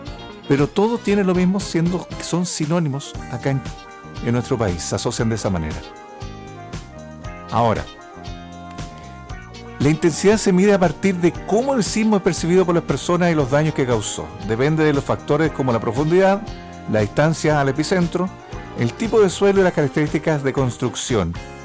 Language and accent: Spanish; Chile; Y seguimos comiendo, como buen chileno, ¿no?